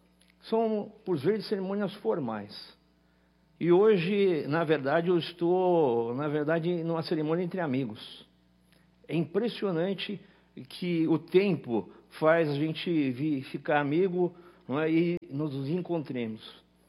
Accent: Mogi das Cruzes, São Paulo, Brazil; eu sou de Mogi

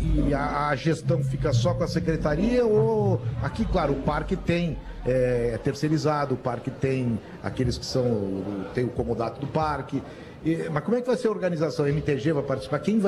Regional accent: Porto Alegre, Rio Grande do Sul, Brazil; eu sou de Porto Alegre, não tenho como sair de Porto Alegre na Copa, gostaria de ficar em Porto Alegre.

